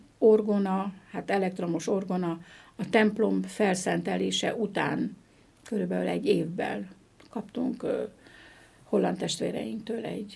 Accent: Cluj-Napoca, Cluj County, Romania; hát én tulajdonképpen kerekdombi születésű vagyok

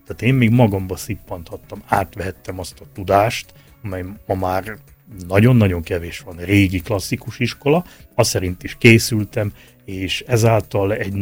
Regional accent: Tiszasalamon, Zakarpattia Oblast, Ukraine; olyan gyönyörű tájról, gyönyörű szűk pátriából érkezik az ember, mint Kárpátalja.

